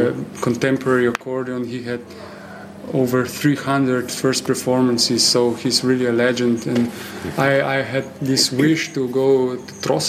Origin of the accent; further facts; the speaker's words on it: Slovenske Konjice, Savinja, Slovenia; English is a second language; I came from Slovenska Konjica in Maribor is the nearest music gymnasium for accordion.